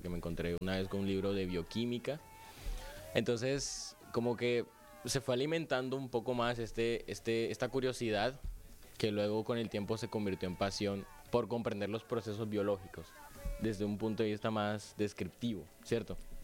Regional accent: Cereté, Córdoba, Colombia; soy de CRT, oriundo de ahí, nacido de ahí. Tarjeta de identidad, CRT Córdoba, cédula CRT Córdoba, creo que registro civil también.

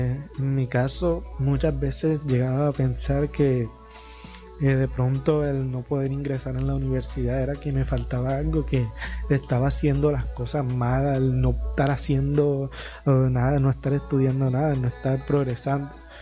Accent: Montería, Córdoba, Colombia; Yo nací y crecí aquí en Montería. La verdad, he vivido toda mi vida aquí. Tengo familia de pueblo, de San Pelayo, de Lorica en general, pero yo viví aquí toda mi vida

